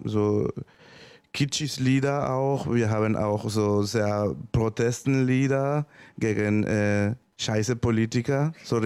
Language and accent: German; Nicaragua; German is a second language; now in Germany; Ich komme persönlich aus Nicaragua und wir haben da eine Diktatur und wir haben auch natürlich ein Lied für wegen dieses Thema auch geschrieben, weil hier in Deutschland niemand weiß von Nicaragua oder so.